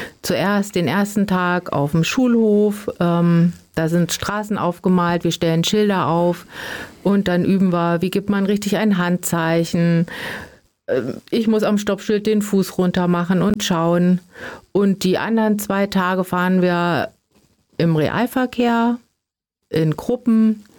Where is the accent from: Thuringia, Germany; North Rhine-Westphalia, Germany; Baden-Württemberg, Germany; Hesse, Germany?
Hesse, Germany; Röhrda; born there